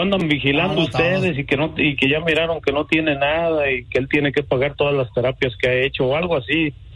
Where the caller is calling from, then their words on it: Mexico; somos nosotros los mexicanos